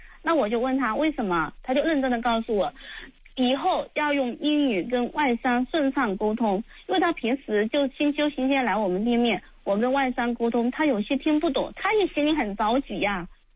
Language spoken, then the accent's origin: Chinese; Yiwu, Zhejiang, China; 我对我这座城市是有很深很深的感情，所以我一直希望我的孩子能继承我们义乌人的踏实本分、拼搏上进、诚信待人的品格